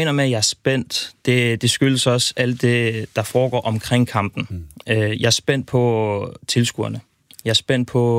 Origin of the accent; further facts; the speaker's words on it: Iran; derfor er det også utrolig svært som en iraner, der forsøger at følge med på begge sider